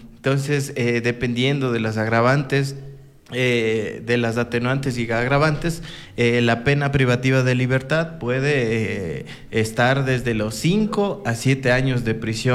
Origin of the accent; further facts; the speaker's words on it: Cajabamba, Chimborazo, Ecuador; De Colta, correcto, de Cajabamba. Yo soy oriundo de Cajabamba.